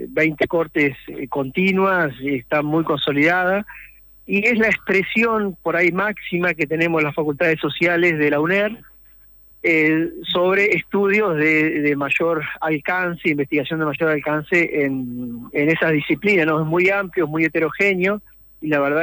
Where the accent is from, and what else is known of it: Argentina